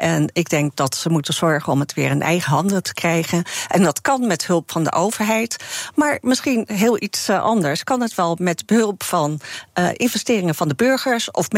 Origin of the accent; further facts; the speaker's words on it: Netherlands; als Nederlander